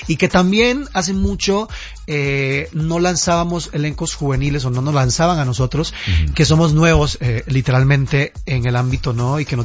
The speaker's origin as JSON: {"language": "Spanish", "country": "Costa Rica", "moved": "yes", "said": "Yo soy de Costa Rica, tuve que dejar mi país para venir a estudiar y para venir a dedicarme a lo que me gusta acá."}